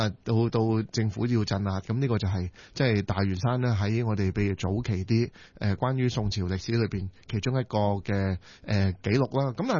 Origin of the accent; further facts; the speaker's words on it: China; 我哋中國人咧叫一啲比較大啲嘅島咧，通常都係叫山嘅